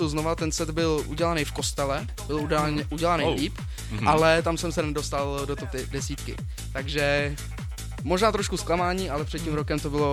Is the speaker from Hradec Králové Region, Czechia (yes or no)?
yes; Hradec Králové Region, Czechia; A teď se vete, že jsme jako z Královéhradeckého kraje.